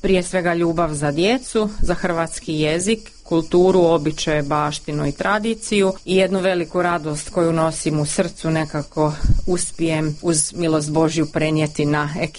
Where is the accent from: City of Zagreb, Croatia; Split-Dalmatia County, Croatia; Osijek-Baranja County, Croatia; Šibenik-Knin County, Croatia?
Osijek-Baranja County, Croatia; Osijek; dolazim iz Osijeka